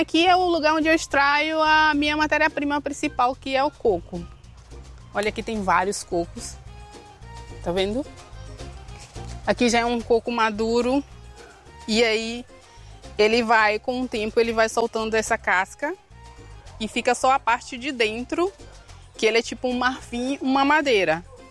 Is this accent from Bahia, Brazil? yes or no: yes; Ituberá, Bahia, Brazil; Aqui é o quintal da minha avó, o lugar onde eu nasci e me criei aqui.